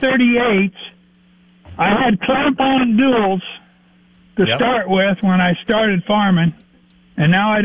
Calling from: Underwood, Iowa, United States; from Underwood, Iowa.

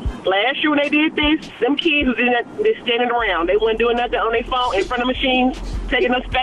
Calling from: Memphis, Tennessee, United States; I'm just gonna say I'm calling from Memphis, Tennessee.

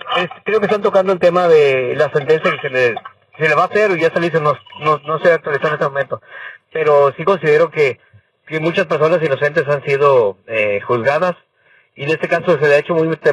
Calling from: Escobedo, Nuevo León, Mexico; desde Escobedo, Nuevo León, para todo el mundo.

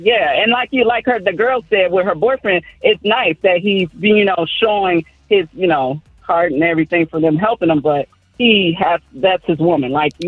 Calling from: Indiana, United States; In Indiana.

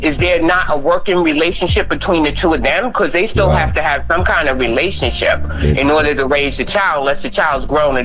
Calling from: Harlem, New York, United States; from Harlem.

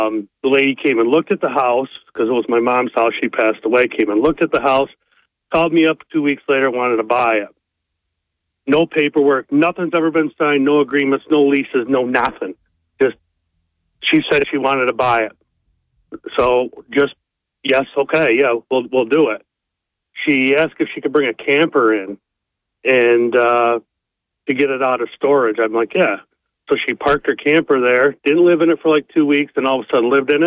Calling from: Owego, New York, United States; from Owego.

